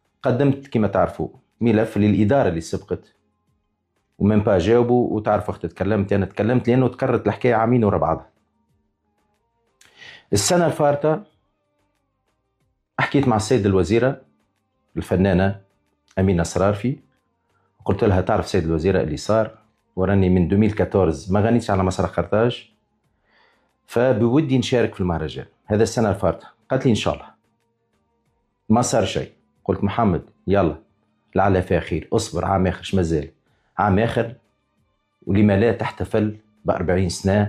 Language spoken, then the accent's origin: Arabic; Tunisia; أنا فنان تونسي